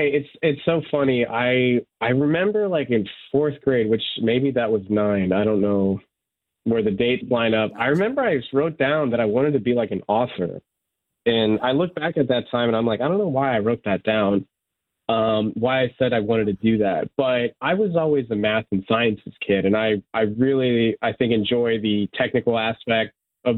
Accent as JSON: {"language": "English", "country": "United States", "tie": "born or raised there", "said": "I grew up here in the United States, you know. I knew I was like Serbian and like I guess I was like the foreign kid in a way"}